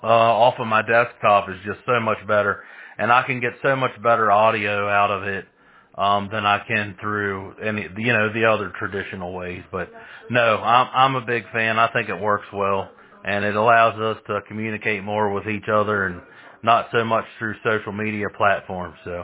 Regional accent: Augusta, West Virginia, United States; I am from West Virginia, the Eastern Panhandle, in a little town called Augusta.

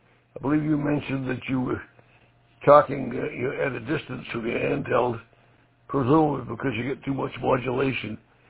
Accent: Maine, United States; moved away as an adult; also born or lived in New York; now in Vermont, United States; I grew up in Maine, but I've been out of state since 1965, so living out in New York for a while and then Vermont for all these years.

